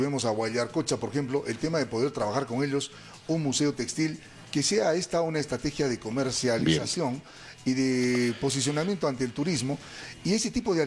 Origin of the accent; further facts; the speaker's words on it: Cusco, Peru; born there; Nosotros, cusqueños, hemos tenido la oportunidad de sentarnos y poder trabajar por nuestro Cusco con el compromiso de haber nacido en esta tierra.